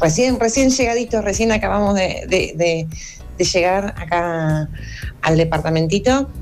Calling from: Mar del Plata, Buenos Aires Province, Argentina; vinimos con mi marido de Mar del Plata. Somos los dos de Mar del Plata.

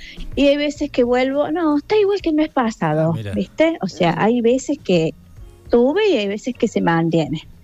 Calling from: Córdoba, Argentina; De Quebrada de las Rosas.

